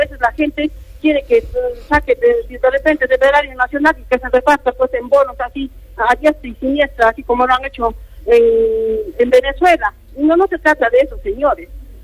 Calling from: Peru

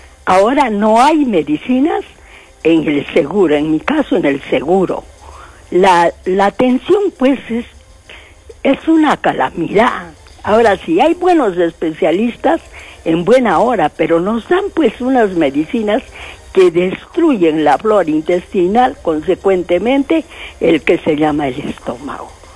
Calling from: Peru; como una peruana más

